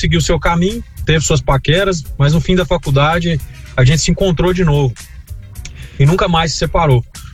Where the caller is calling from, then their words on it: Goiás, Brazil; eu sou goiano